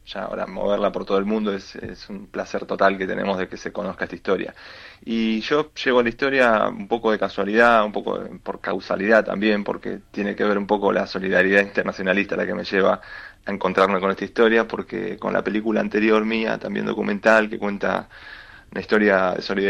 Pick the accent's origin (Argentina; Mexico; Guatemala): Argentina; now in Buenos Aires, Argentina; Yo soy argentino y vivo acá, en Buenos Aires